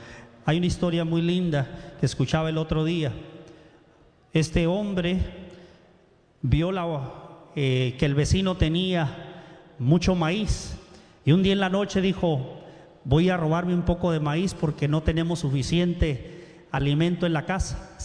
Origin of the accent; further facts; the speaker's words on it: Mexico; ¿Qué es lo que sucede en las películas, los que somos de México, esas películas de al que lo habían dejado